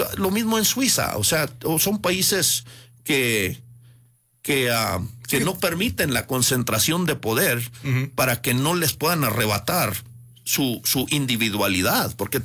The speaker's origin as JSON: {"language": "Spanish", "region": "Chihuahua", "country": "Mexico", "tie": "born there", "said": "Sí, pues yo nací en Chihuahua y pues realmente me considero un mexicano."}